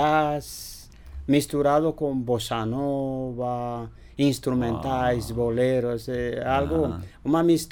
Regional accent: Cuba; born or raised there; Portuguese is a second language; moved away as an adult; now in Brazil

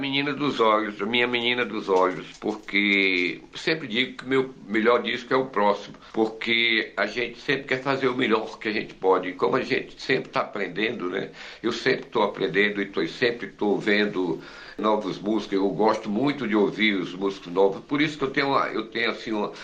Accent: Ceará, Brazil; eu vim lá do Ceará, vim de uma família muito, muito humilde

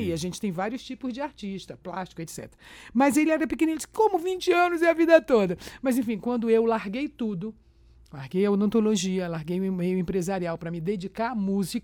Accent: Belém, Pará, Brazil; accent: paraense; also born or lived in São Luís, Brazil; Eu nasci em São Luís. A minha família … que veio do Líbano, se estabeleceu lá. E logo cedo fui para Belém. E lá fui criada, tanto que eu falo muito mais paraense do que maranhense, né?

